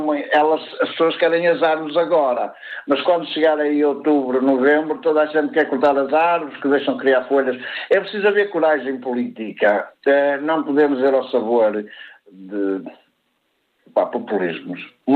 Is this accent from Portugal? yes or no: yes; Norte, Portugal; eu sou do Norte, mas já estive em Lisboa